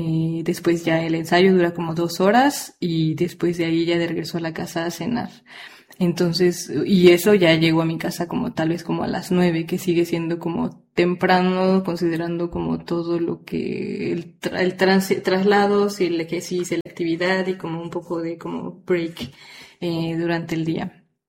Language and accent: Spanish; Mexico; now in Denmark; Como mantener como también México dentro de mí, ¿no? O sea, como las raíces, la música, el baile, el vestuario, todo.